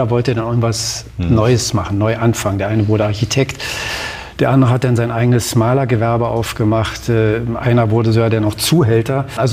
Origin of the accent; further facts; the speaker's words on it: East Berlin, Berlin, Germany; ich bin in Ost-Berlin groß geworden.